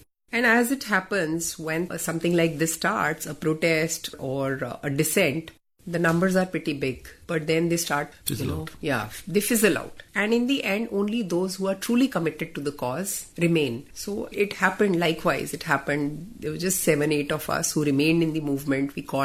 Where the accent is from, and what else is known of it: Delhi, India; born or raised there